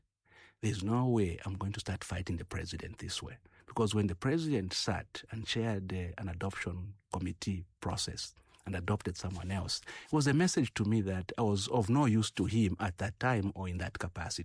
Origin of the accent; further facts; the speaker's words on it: Copperbelt, Zambia; I'm Bemba, I'm from the Copper Belt.